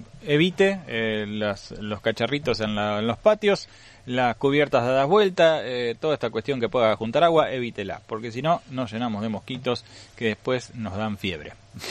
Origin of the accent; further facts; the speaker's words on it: Argentina; Somos esta Argentina